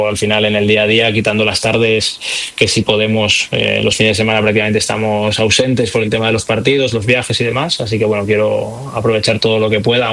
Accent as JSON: {"language": "Spanish", "region": "Catalonia", "country": "Spain", "said": "además somos los dos catalanes y de cerca además"}